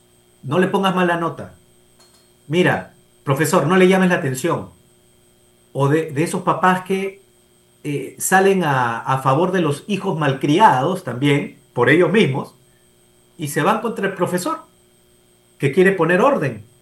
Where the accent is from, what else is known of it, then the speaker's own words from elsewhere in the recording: Peru; nosotros como padres peruanos